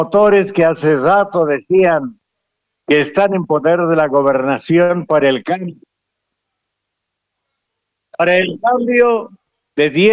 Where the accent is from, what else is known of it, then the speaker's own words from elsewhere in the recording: Bolivia; ¿qué somos, y aquí me incluyo, qué somos los bolivianos